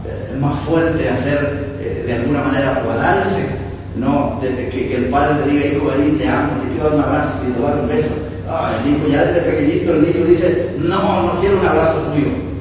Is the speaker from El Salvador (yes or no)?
yes; El Salvador; en mi país, El Salvador, al menos de donde yo crecí